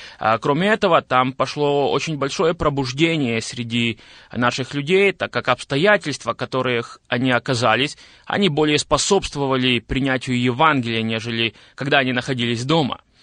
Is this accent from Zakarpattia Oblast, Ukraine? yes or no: yes; Zakarpattia Oblast, Ukraine; moved away as an adult; now in Boryslav, Ukraine; Я родился в Украине, в Закарпатской области, и 28 лет я прожил в этом регионе Украины. 7 лет назад я переехал во Львовскую область, в город Борислав